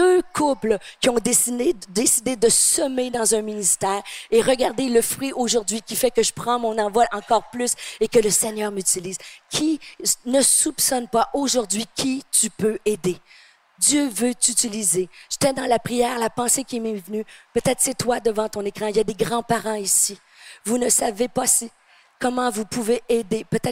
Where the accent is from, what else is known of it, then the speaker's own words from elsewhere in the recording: Quebec, Canada; quand nous, les Québécois, on était complètement fous avec la COVID.